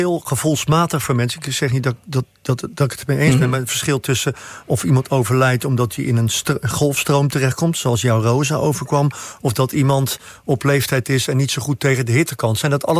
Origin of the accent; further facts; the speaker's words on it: Flanders, Belgium; Ja, in Nederland, ik spreek jou er nu over als Vlaming